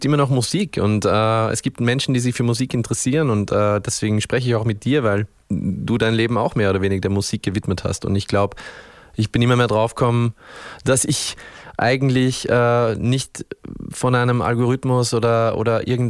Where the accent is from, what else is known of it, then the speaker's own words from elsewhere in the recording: Upper Austria, Austria; now in Vienna, Austria; Bin ich jetzt Oberösterreicher oder bin ich beides? Bin ich eigentlich ein Wiener? Ich muss jetzt mal rechnen. Ich glaube, ich bin schon fast die Hälfte meines Lebens jetzt auch in Wien.